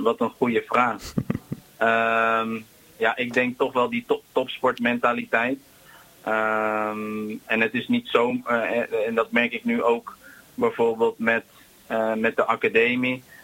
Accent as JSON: {"language": "Dutch", "town": "Gouda", "region": "South Holland", "country": "Netherlands", "tie": "born or raised there", "said": "Geboren en getogen in Gouda"}